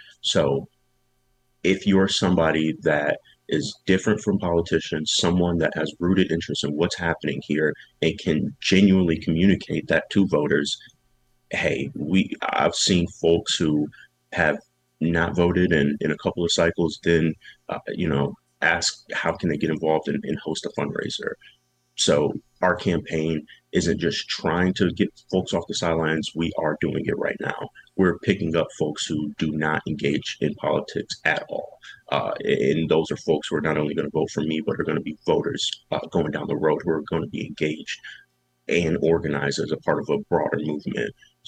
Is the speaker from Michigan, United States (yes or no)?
yes; Battle Creek, Michigan, United States; You know, I'm from Battle Creek. I am Nattawa Sippy here in Banda Potawatomi. My people have been in Southwest Michigan since before Michigan was Michigan.